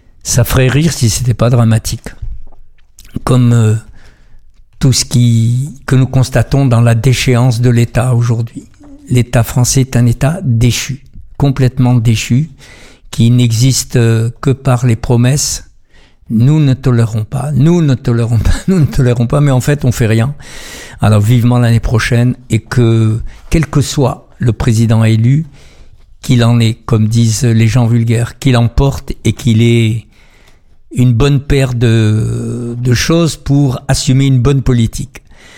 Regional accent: France; nous sommes français, européens

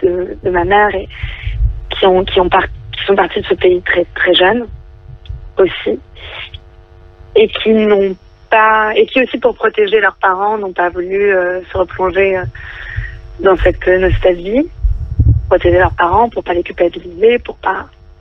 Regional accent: France; born there; moi je suis née en France.

